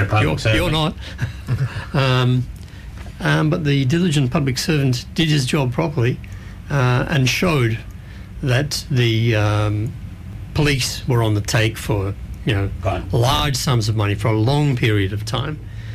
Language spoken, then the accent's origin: English; Australia